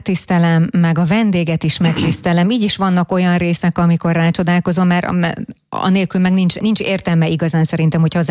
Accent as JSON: {"language": "Hungarian", "town": "Jászfelsőszentgyörgy", "region": "Jász-Nagykun-Szolnok", "country": "Hungary", "tie": "born there", "said": "az Én falum Jászfelsőszentgyörgy"}